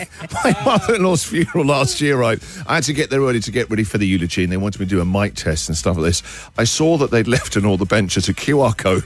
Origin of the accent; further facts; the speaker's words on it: England, United Kingdom; I don't bother, because I'm English, I don't want to cause a scene.